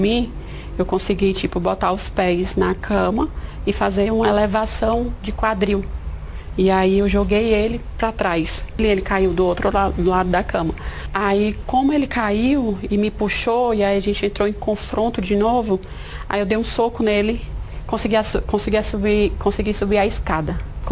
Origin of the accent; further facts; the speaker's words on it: Fortaleza, Ceará, Brazil; Eu fico me perguntando, nossa, eu saí de Fortaleza pra cá pra tentar ter uma vida melhor e aí acontece isso comigo.